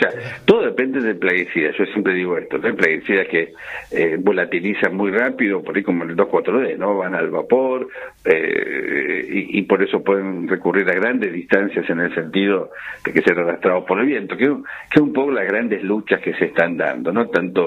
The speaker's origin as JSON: {"language": "Spanish", "town": "Marcos Paz", "region": "Buenos Aires Province", "country": "Argentina", "said": "lo veo acá en mi pueblo Marcos Paz"}